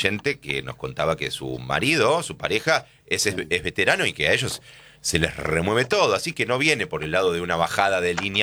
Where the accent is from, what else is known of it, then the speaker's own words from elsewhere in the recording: Argentina; uno no sé si tiene una explicación como argentino y no quiero hacer con esto nacionalismo berreta